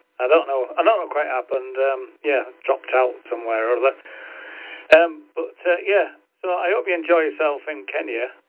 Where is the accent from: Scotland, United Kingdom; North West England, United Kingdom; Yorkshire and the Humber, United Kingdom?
Yorkshire and the Humber, United Kingdom; York; also born or lived in Skipton; now in Harrogate, United Kingdom; I'm originally from York, and I spent a few years over in the Skipton area, and now I'm back in Harrogate